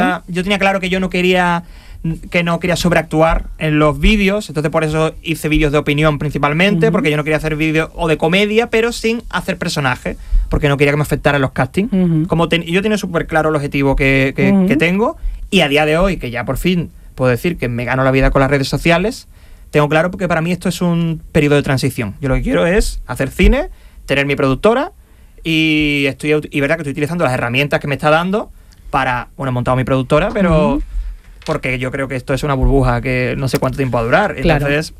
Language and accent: Spanish; Andalusia, Spain; soy muy andalucista, y verdad que lo soy, muy andaluz y andalucista